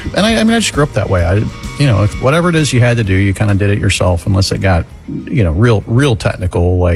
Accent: Florida, United States; Well, yeah, I grew up in Florida.

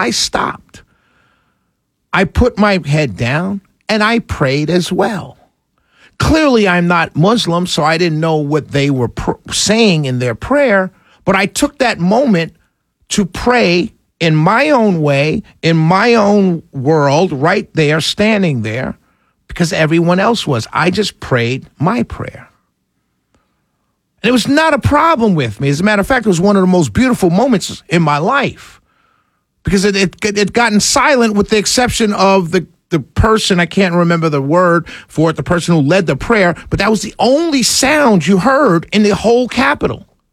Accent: New York City, New York, United States; because I had never experienced it growing up in New York City.

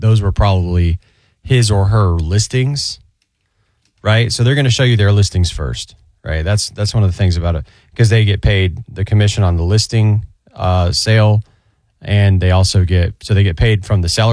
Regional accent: Sawgrass, Florida, United States; I grew up in Sawgrass, the TPC, the Players side of Sawgrass.

